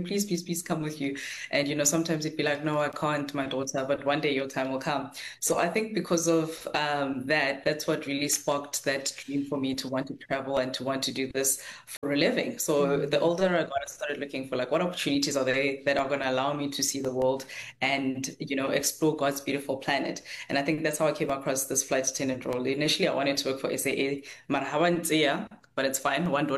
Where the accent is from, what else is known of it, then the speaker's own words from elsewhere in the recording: Pietersburg, Limpopo, South Africa; also born or lived in Pretoria; So yeah, I was born in Limpopo, Pietersburg. I've been a bit sad that they changed the name now, because I don't know, I feel like Pietersburg has like such a, you know, it's a sentimental place for me. But anyways, grew up in Limpopo, and also in Pretoria.